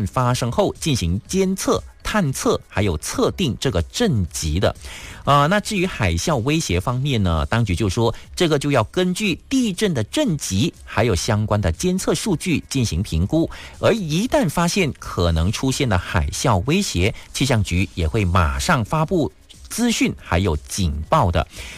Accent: Malaysia; 保护到我们马来西亚人的权益啊

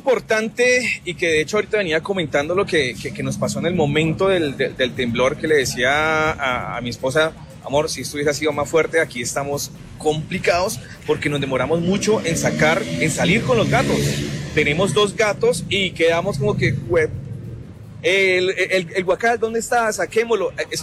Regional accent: Colombia; now in Bogotá, Colombia; unirnos como colombianos

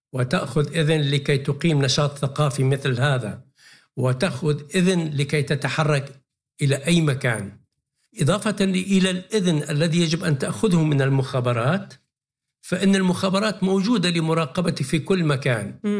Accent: Syria

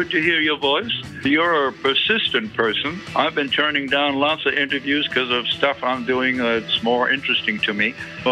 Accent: Germany; moved away as an adult; also born or lived in East Germany / Canada; now in United States; I grew up first in East and then, you know, age of five in West Germany

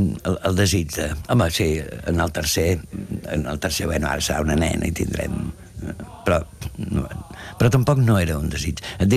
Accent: Catalonia, Spain; Potser sí que soc català

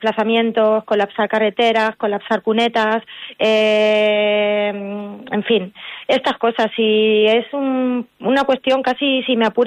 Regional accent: Elche de la Sierra, Castilla-La Mancha, Spain

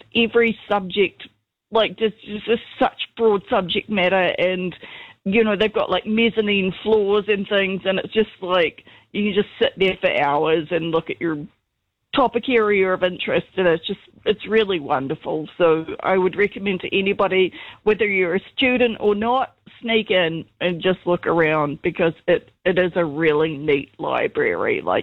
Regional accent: Hamilton, Waikato, New Zealand; also born or lived in Christchurch; I just want to say that I lived in Christchurch prior to the earthquake. I'm not a Cantab. I'm from Hamilton, but I moved to Christchurch a couple of times, and I really enjoyed it.

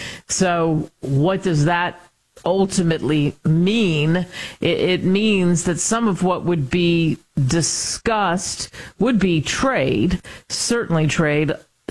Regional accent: Pennsylvania, United States; moved away; I grew up outside of Philly

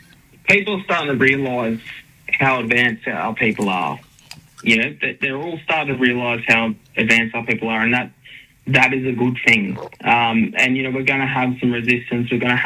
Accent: Dapto, New South Wales, Australia; when I grew up in Dapto

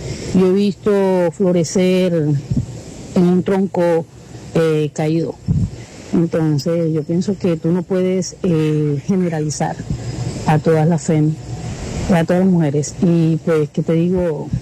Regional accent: Canada; Buenas noches, Tropicana. … soy de Canadá.

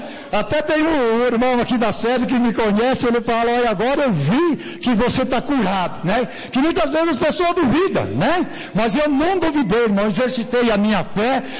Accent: Jundiaí, São Paulo, Brazil; aí veio uma irmã abençoada lá de Louveira, nós somos de Jundiaí, usada por Deus, né?

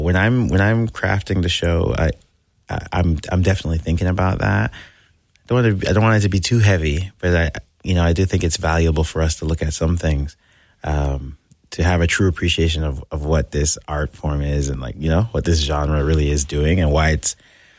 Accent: Scarborough, Ontario, Canada; like back where I'm from in Scarborough. I grew up in Scarborough, and there's a big Jamaican and black population there.

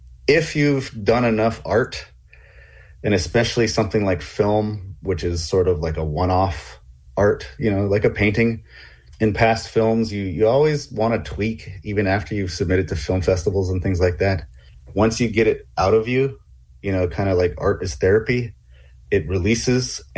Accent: Long Island, New York, United States; where I grew up on Long Island

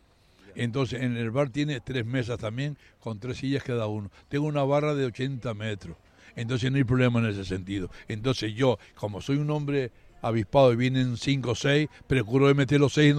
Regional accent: Canary Islands, Spain; Yo como canario y español quiero que gane España

